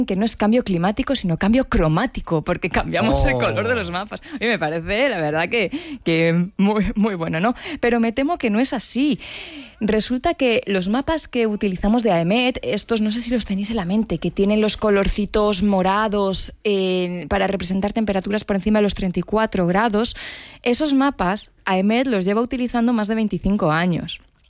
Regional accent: Extremadura, Spain; las típicas casas que tenemos en mi pueblo, que mi pueblo está en Extremadura

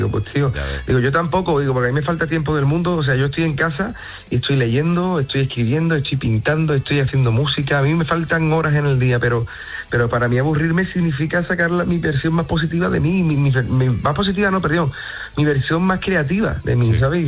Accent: Málaga, Andalusia, Spain; En Málaga, que ha venido a mi pueblo, no lo conozco

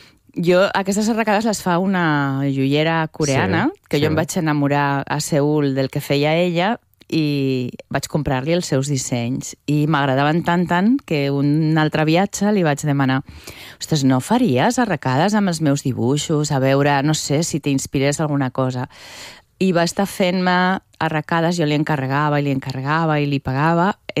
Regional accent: Zaragoza, Aragon, Spain; moved away as an adult; now in Catalonia, Spain; Jo vaig venir a estudiar a Barcelona, soc de Saragossa, vaig venir a estudiar a Barcelona perquè a Saragossa encara no hi ha Facultat de Belles Arts

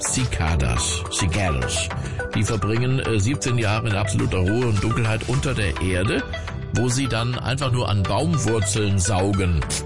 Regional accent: Rhineland-Palatinate, Germany; Das kenne ich, das ist das Lebensmotto in Westerwald, meinem Heimatort

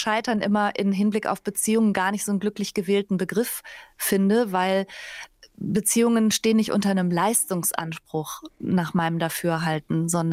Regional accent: Bergisch Gladbach, North Rhine-Westphalia, Germany; Ich bin aus Bergisch Gladbach bei Köln. Da kommt man mit so einer generellen Entspanntheit ins Leben.

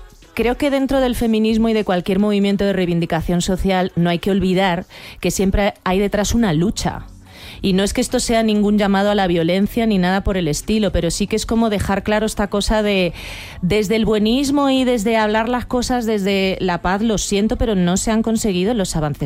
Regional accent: Madrid, Community of Madrid, Spain; esto tiene todo un discurso mío como madrileña desarraigada.

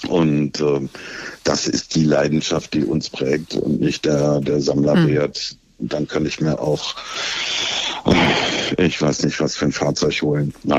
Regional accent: North Rhine-Westphalia, Germany; born or raised there

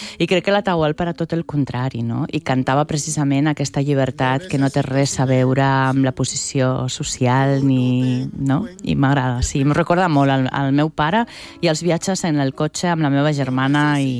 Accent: Zaragoza, Aragon, Spain; la meva infantesa era a Saragossa, molt tranquil·la i amb molt bons amics, que molts conservo des de que érem superpetits.

